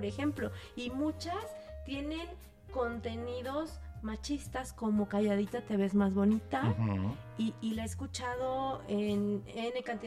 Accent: Mexico; en México estamos buscando quién nos materne o nos paterne

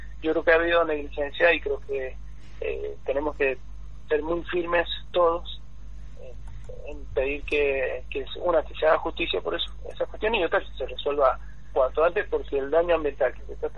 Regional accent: Argentina

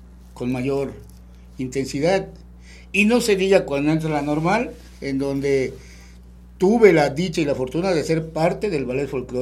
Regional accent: Dzidzantún, Yucatán, Mexico; moved away; also born or lived in Puebla, Mexico; De Tzitzantún, Yucatán. Como le dije en un principio, soy de Tzitzantún, Yucatán, a una hora de Mérida

